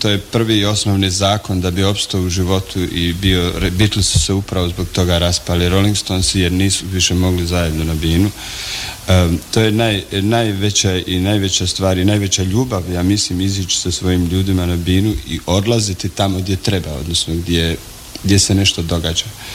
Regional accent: Sanski Most, Federation of Bosnia and Herzegovina, Bosnia & Herzegovina; moved away; Ja sam iz Sanskog mosta, samo moji još uvijek žive u Sanskom mostu, ja sam otišao davno, mislim, i žena i djeca su tamo i tako, pustio sam korijene.

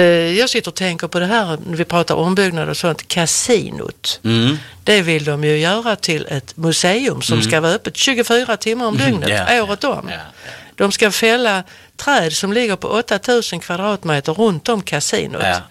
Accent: Malmö, Skåne, Sweden; Men det finns ju redan i Malmö. Precis. Där jag växte upp ute på Erikslust.

